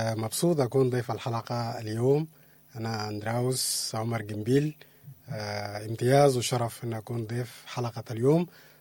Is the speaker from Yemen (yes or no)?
no; Sudan; بلد الله سمحنا نكون موجودين فيه كسودانيين